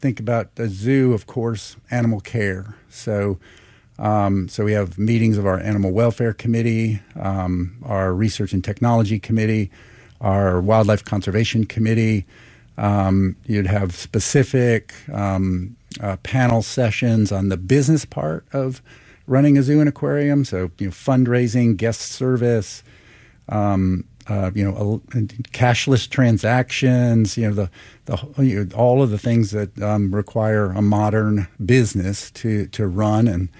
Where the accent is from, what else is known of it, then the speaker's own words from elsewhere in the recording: Atlanta, Georgia, United States; I grew up in Atlanta, Georgia. As a child, With my four brothers, we spent many days at what was then called the Grant Park Zoo in Atlanta.